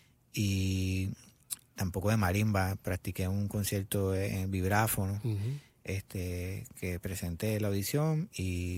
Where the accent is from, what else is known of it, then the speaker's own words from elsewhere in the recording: Mayagüez, Puerto Rico; also born or lived in Añasco; Mira, yo crecí en Mayagüez, Puerto Rico, y luego mi crianza fue entre Mayagüez y Añasco.